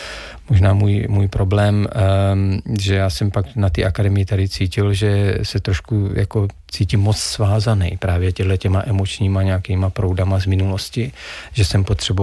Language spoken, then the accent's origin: Czech; Broumov, Hradec Králové Region, Czechia; born there; moved away; já jsem se narodil v Broumově a že jsou to teda Sudety, jako ten kraj je, kdo tam byl, je extrémně strašně nádherný, jako krajina, skály, neuvěřitelně jako krásný, v zimě, v létě.